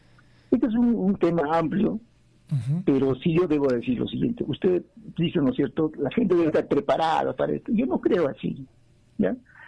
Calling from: Juliaca, Puno, Peru; de Juliaca.

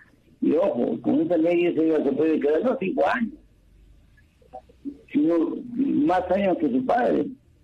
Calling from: Trujillo, La Libertad, Peru; buenos días desde Trujillo.

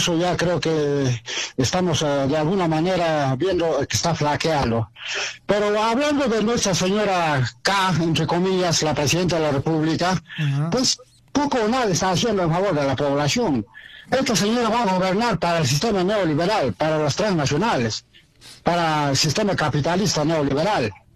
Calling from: Azángaro, Puno, Peru; a la ciudad de Azángaro.

